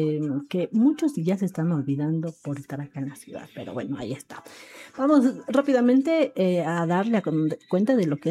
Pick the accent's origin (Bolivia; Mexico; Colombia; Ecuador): Bolivia; todos los bolivianos debemos apoyar las películas bolivianas.